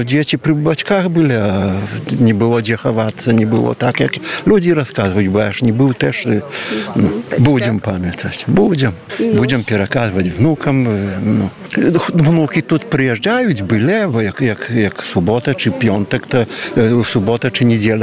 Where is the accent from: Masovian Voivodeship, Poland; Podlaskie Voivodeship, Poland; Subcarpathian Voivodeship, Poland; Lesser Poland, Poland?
Podlaskie Voivodeship, Poland; Kuźnica Białostocka; Nie, ja sam z Kuźnicy Białostocki. Żona moja z Topolan.